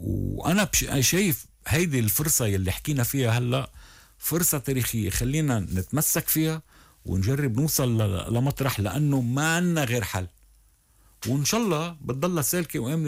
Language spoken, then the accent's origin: Arabic; Lebanon; نحن لبنانيين قبل ما نكون شيعة